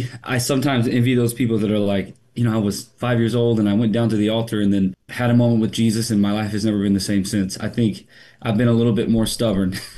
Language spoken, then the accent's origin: English; Texas, United States; moved away as an adult; also born or lived in New York City; I grew up in church. I grew up in Texas. And so everybody loves Jesus in Texas, quote unquote.